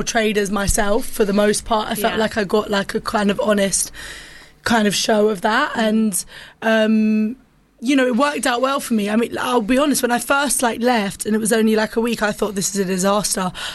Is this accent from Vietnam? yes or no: no; Cyprus